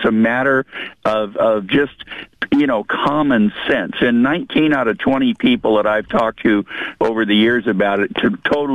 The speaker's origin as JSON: {"language": "English", "region": "West Coast", "country": "United States", "tie": "born or raised there", "said": "And I love the West Coast. I've lived here all my life."}